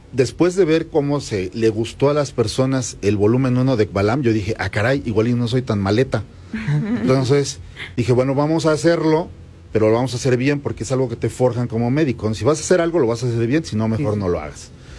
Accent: Mexico; somos los únicos mexicanos que han sido invitados a ese festival

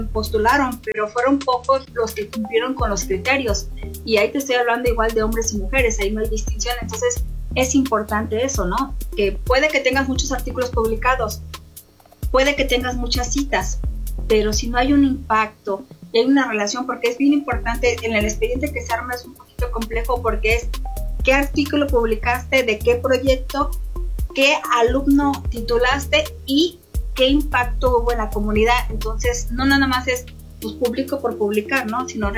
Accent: Veracruz, Mexico; now in Hidalgo, Mexico; yo soy originaria de Veracruz y que aquí no tengo a nadie

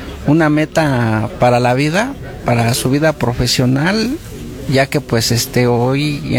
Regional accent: Tizayuca, Hidalgo, Mexico; Venimos desde Tizayuca, Hidalgo.

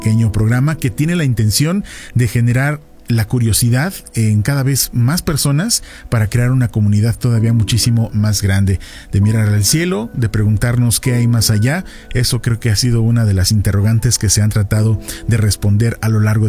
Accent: Tulancingo, Hidalgo, Mexico; quienes nacimos y crecimos en Tulancingo

